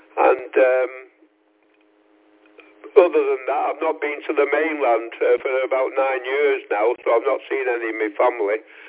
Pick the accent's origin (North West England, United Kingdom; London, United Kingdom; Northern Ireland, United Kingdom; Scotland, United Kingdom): North West England, United Kingdom; Manchester; moved away as an adult; now in Outer Hebrides, United Kingdom; But I'm originally from Manchester. I moved to the Outer Hebrides, getting on for 9 years ago now